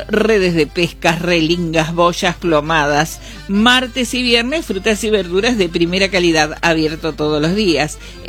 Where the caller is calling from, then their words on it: La Paz, Entre Ríos, Argentina; Buen día, muy bueno el programa, los escucho todos los domingos. … de La Paz.